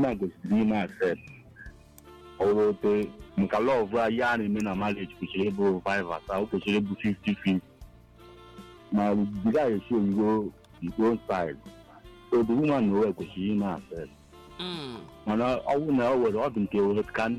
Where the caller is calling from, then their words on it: Enugu, Enugu State, Nigeria; I'm calling from Enugu.